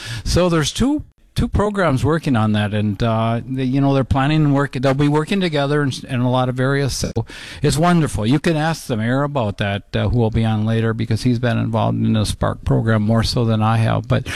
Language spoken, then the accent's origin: English; Minnesota, United States; now in North Dakota, United States; I actually live in North Dakota, but I came from Minnesota, but I've lived in North Dakota much longer.